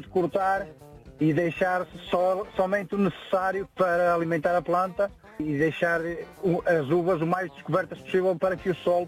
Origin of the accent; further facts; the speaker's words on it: Resende, Viseu, Portugal; moved away; O Alto Douro, neste caso, não é bem do Alto Douro, mas encostado ao Alto Douro. Eu venho de Rezende, por isso a gente tem um bocadinho de conhecimento.